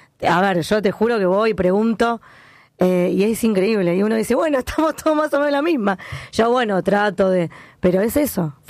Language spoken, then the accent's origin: Spanish; Funes, Santa Fe, Argentina; Yo vengo de Funes que está saladísimo. Realmente nada que ver acá a Rosario.